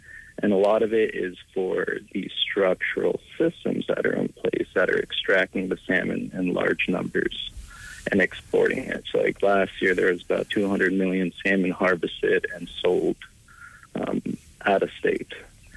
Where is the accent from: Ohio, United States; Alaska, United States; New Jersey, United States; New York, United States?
Alaska, United States; Hooper Bay; I am originally from Hooper Bay, the Bogyakwe.